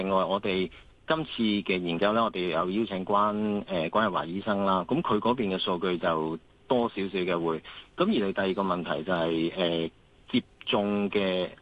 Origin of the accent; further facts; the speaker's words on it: Hong Kong; 我哋港人